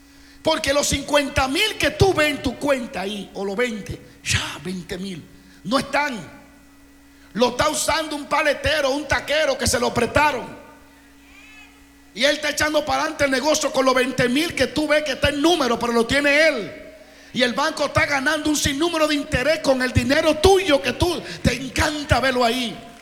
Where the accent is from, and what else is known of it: Dominican Republic; now in Kansas City, United States